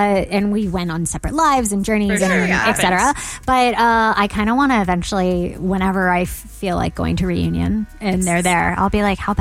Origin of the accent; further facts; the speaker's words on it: Dallas, Texas, United States; I grew up in Dallas.